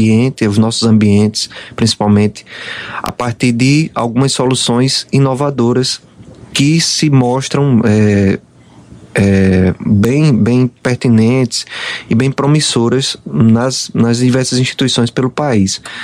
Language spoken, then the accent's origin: Portuguese; Alagoas, Brazil; moved away as an adult; now in Maceió, Brazil; Tenho orgulho também das minhas origens. Eu sou do interior mesmo, de Alagoas. Eu sou de um povoado, né, chamado Peleve, que muita gente conhece.